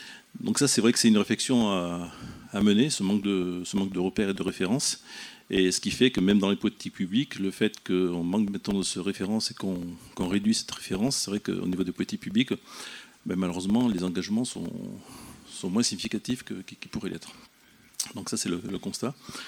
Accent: Nouvelle-Aquitaine, France; je suis originaire de Dordogne

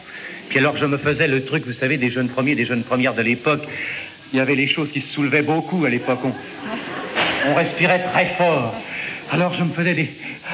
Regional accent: Paris, Île-de-France, France; born there; je suis né à Paris, exactement rue de Sèvres, et on voit encore au 112 rue de Sèvres où je suis né. Je suis né au-dessus d'un marchand de parapluies

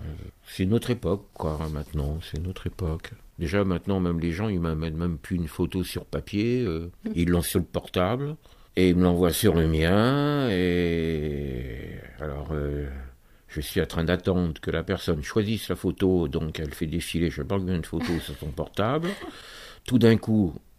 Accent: Royan, Nouvelle-Aquitaine, France; now in Toulouse, France; à Royan, justement. Ça me permet de retrouver ma ville natale.

